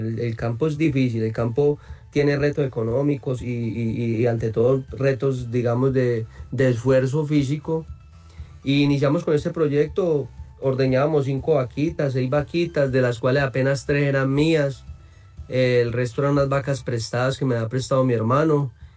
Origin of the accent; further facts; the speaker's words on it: Caldas, Colombia; also born or lived in La Dorada / Puerto Boyacá; soy un emprendedor del Oriente de Caldas.